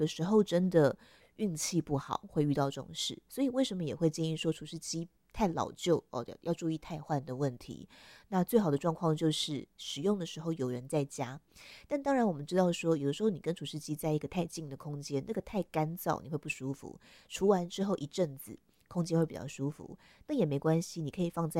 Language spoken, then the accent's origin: Chinese; Taipei, Taiwan; 我们台北人